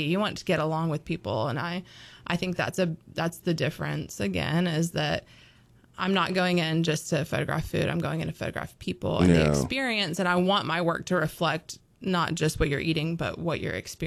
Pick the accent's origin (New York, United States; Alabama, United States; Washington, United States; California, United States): Alabama, United States; Birmingham; I grew up in Birmingham, and my grandma is from a really small town called Grove Hill, and it's in South Alabama, and we used to go there every summer